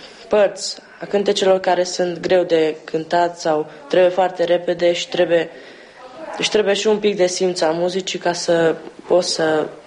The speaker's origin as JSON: {"language": "Romanian", "town": "Otlaca Pustă", "region": "Békés", "country": "Hungary", "said": "Sunt din Otlaca Pustă, originar din județul Cluj, localitatea Turda."}